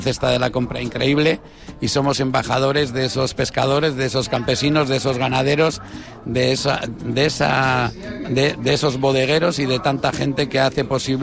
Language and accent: Spanish; San Sebastián, Basque Country, Spain; born there; en la parte vieja, donde yo nací